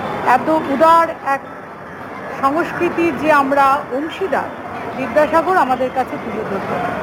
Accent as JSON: {"language": "Bangla", "country": "India", "said": "একজন বাঙালি হয়ে, একজন ভারতীয় হয়ে"}